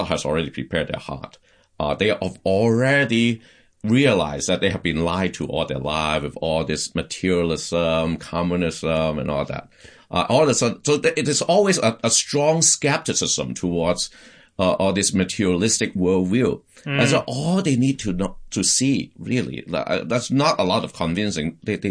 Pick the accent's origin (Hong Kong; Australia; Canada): Hong Kong; first language Cantonese; English is a second language; now in Boston, United States; And by the time I got to a college, here in Boston, I grew up in Hong Kong, so we speak Cantonese dialect, which is the Southern dialect.